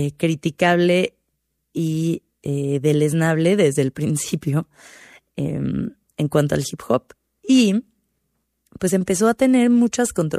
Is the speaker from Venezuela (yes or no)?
no; Mexico